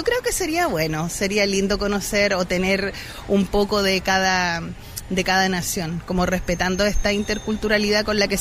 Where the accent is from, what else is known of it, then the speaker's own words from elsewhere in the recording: Chile; estoy pensando en mi país, Chile, nosotros no tenemos un museo de los norteamericanos.